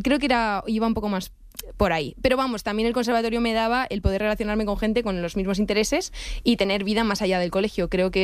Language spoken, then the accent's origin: Spanish; Madrid, Community of Madrid, Spain; Pero yo sí, soy madrileña.